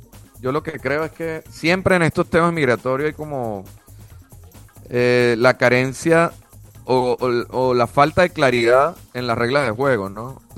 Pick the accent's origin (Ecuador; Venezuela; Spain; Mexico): Venezuela; now in Panama; como extranjero, residente legal en Panamá, no estoy de acuerdo con eso. Siendo venezolano, pasando por todas las penurias que pasamos